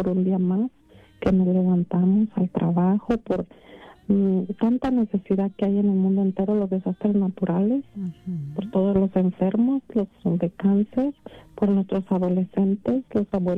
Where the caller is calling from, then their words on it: Chicago, Illinois, United States; de Chicago.